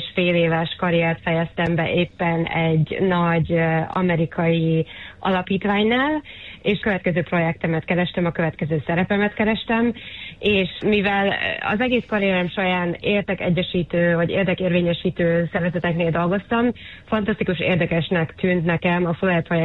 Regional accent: Szeged, Csongrád-Csanád, Hungary; moved away as an adult; Így van, Szegeden születtem, és büszke szegedi vagyok.

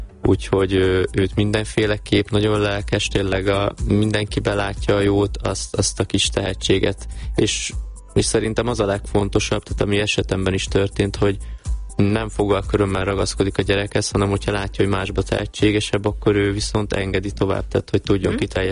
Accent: Baranya, Hungary; tehát ugye én is ugye vidéki vagyok, Pécs mellől jöttem

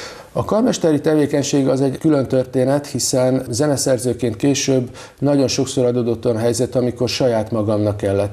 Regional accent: Budapest, Hungary; born there; mikor a Marcibányi téri Kodály iskolába kerültem

